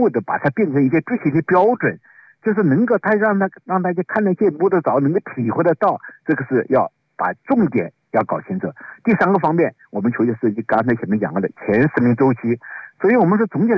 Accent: China; 就是我们中国人讲叫人地和谐

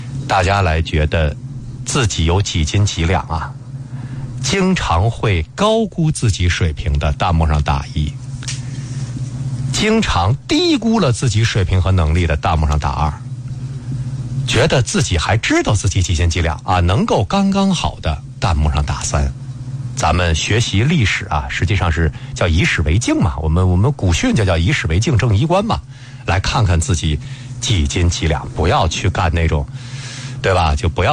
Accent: China

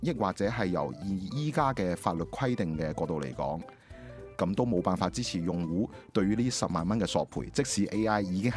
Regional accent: Guangdong, China; 咁高科技嘅呢个名词，即系我哋广东人讲嘅老作。

